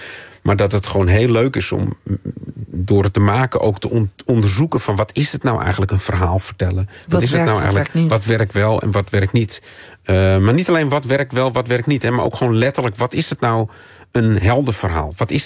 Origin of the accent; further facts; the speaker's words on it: Amsterdam, North Holland, Netherlands; Want ik ben opgegroeid in Amsterdam.